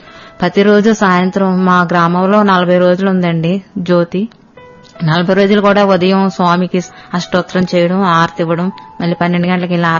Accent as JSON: {"language": "Telugu", "town": "Vemagiri", "region": "Andhra Pradesh", "country": "India"}